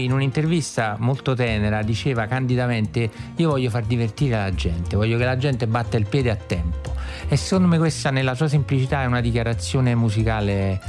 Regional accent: Naples, Campania, Italy; sono sicuramente napoletano, mio padre è napoletano, però c'ho sto cognome che è un po' tedesco, un po' ungarico, che tradirebbe le origini, ma invece sono di Napoli.

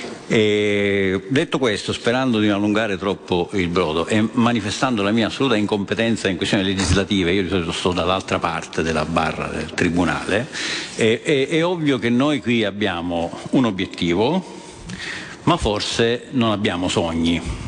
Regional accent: Sciacca, Sicily, Italy; sono di Sciacca, che è un famoso posto di pescatori

